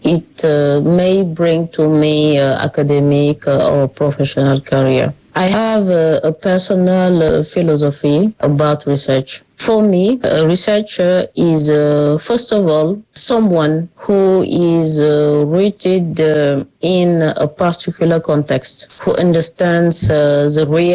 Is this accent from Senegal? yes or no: yes; Senegal; accent: French; English is a second language; It is not my first language, but the participants were very kind. What matters most to me? It was able to use my voice, even with my French accent, to bring the experience of Senegalese women into an international academic space.